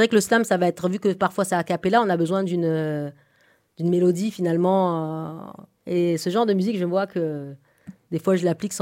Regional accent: Madagascar; now in France; moi, je viens de Madagascar. C'est particulier, Madagascar. Hein. C'est un pays, il est un des pays les plus pauvres.

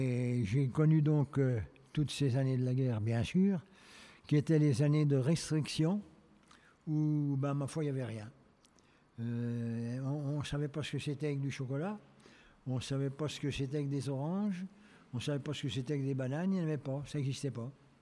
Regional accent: Sommant, Bourgogne-Franche-Comté, France; born there; also born or lived in Chissey-en-Morvan; Après, on a déménagé, je suis allé à un tout petit village qui s'appelle Somant. Et ce petit village de Somant, là, je suis allé à l'école.

